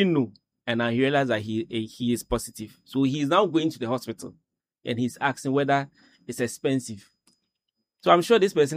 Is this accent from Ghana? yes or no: yes; Ghana; Ghana, going to the hospital as a Ghanaian